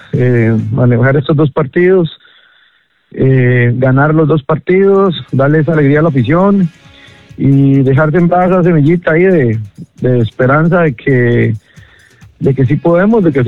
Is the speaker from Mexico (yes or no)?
no; Costa Rica; uno como costarricense